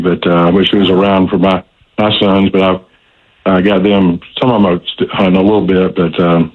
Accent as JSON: {"language": "English", "town": "Winder", "region": "Georgia", "country": "United States", "tie": "born or raised there", "said": "When I was growing up in Winder"}